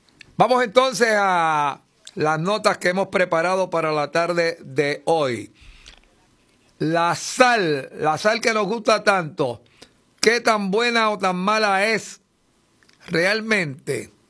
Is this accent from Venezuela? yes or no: no; Puerto Rico; Somos así los boricuas.